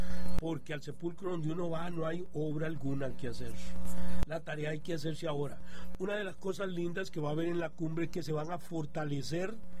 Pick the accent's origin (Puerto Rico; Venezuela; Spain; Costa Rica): Costa Rica; los ticos amamos lo que Dios hace en la querida México